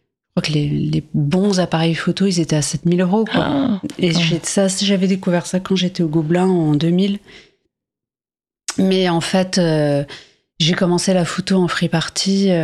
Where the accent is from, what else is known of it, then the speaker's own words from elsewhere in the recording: France; born there; Je suis née en France, ouais.